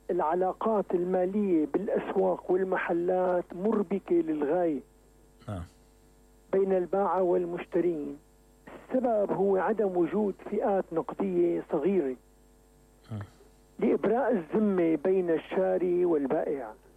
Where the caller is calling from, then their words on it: Damascus, Damascus Governorate, Syria; من الشام.